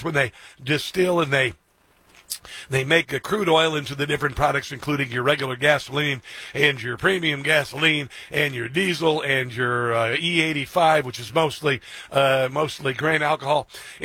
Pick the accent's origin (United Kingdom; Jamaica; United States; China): United States; Iowa; moved away; growing up in Iowa